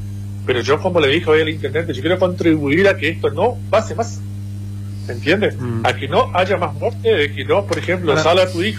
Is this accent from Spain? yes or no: no; San Vicente, Misiones, Argentina; also born or lived in Oberá, Argentina; yo no soy acá de San Vicente, yo soy de Oberá, nací en Oberá, me vine a San Vicente a vivir apenas recién nacido. Me formé acá.